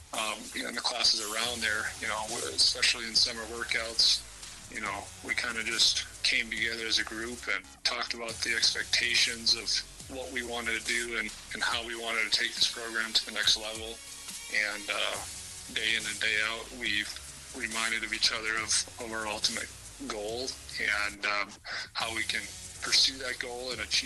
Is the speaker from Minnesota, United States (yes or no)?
yes; Alexandria, Minnesota, United States; Came back to my hometown, Alexandria, Minnesota